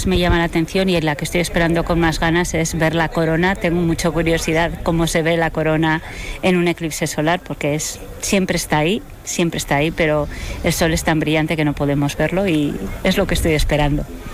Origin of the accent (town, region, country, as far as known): Navarre, Spain; now in Netherlands